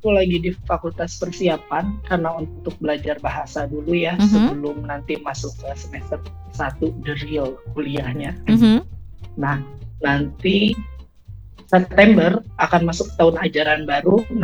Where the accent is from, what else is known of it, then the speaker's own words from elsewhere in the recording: Soreang, West Java, Indonesia; Oke, aku dari Bandung, tapi bukan Bandung kota ya sebenarnya. Tahu Ciwidey nggak?